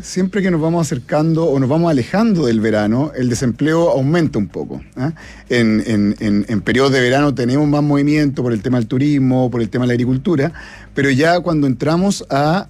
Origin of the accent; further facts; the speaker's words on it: Chile; preocupado por las cifras, como todo chileno.